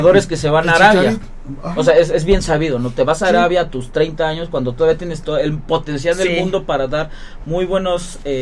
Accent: Mexico; Pero es lo que no quieren los mexicanos. Estoy muy cómodo, estoy en mi país, claro. Estoy con mi familia.

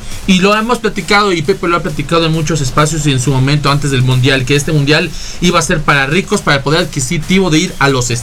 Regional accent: Mexico; necesitamos como mexicanos, por los últimos años o los últimos tiempos, alegrías.

